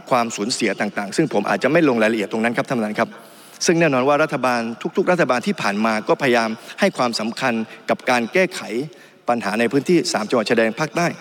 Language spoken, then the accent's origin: Thai; Yala, Thailand; ผมเองในฐานะคนในพื้นที่ที่เกิดที่ยะลานะครับ